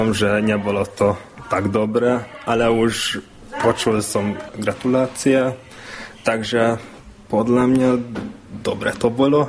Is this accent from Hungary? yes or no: yes; Ďurk, Fejér, Hungary; som z Ďurku.